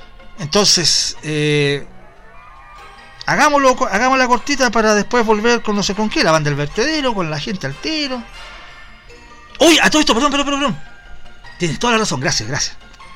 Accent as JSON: {"language": "Spanish", "country": "Chile", "said": "yo creo que ese dicho es solamente de acá de Chile. Estoy seguro que es solamente de acá. Como al chileno le gusta inventar. Yo creo que somos nosotros"}